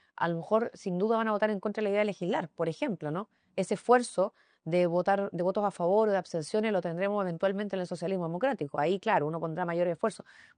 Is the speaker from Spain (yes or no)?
no; Chile; todos somos parte de Chile